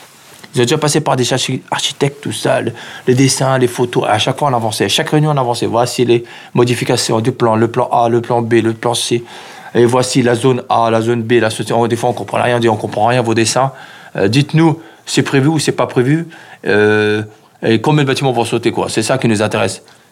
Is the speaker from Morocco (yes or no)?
no; Garges-lès-Gonesse, Île-de-France, France; born there; j'ai 28 ans, j'habite à Garges, je suis né à Garges. Je suis né le 17 juin 79. Je suis resté une semaine à la maternité de Gonesse